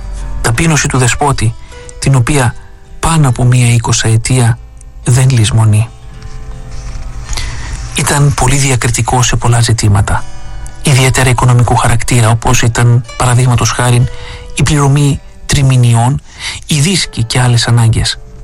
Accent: Corfu, Ionian Islands, Greece; εγώ σαν Κερκυραίος δεν τα ήξερα

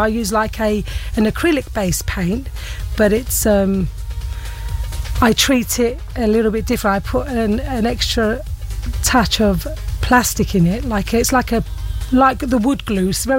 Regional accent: London, United Kingdom; now in Cyprus; Yes, I was born and raised in North London.

